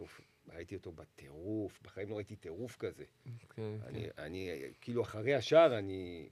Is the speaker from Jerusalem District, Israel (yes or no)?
yes; Jerusalem, Jerusalem District, Israel; אנחנו גדלנו באיזושהי דרך דומה, אבל המתווה שלנו בסוף היה להגיע לאיזושהי מטרה, והדרך גם חישלה אותנו, גם נתנה לנו את המסגרת, ואנחנו יודעים, גם כירושלמים, אין לנו הרבה אלטרנטיבות